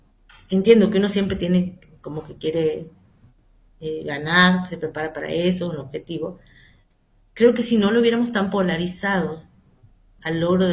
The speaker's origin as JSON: {"language": "Spanish", "country": "Argentina", "said": "soy argentina"}